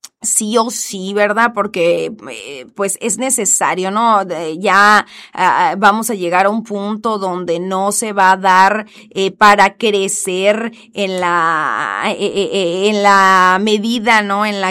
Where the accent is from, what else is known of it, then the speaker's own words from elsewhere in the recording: Ciudad Obregón, Sonora, Mexico; yo crecí por acá en Foviste 3, entonces yo estoy impuesta a vivir en edificio, pues, que aquí en Cajeme